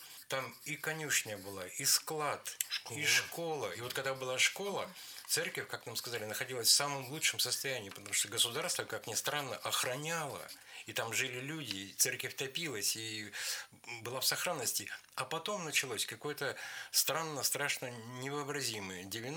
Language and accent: Russian; Vologda, Vologda Oblast, Russia; мы с Сережей из Вологды, Березовую Слободку. Она так очень хорошо укрытая в лесах, ее не особо видно с дороги.